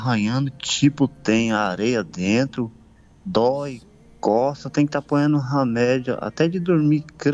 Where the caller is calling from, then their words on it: Rondônia, Brazil; Sim, eu sou de Rondônia, né?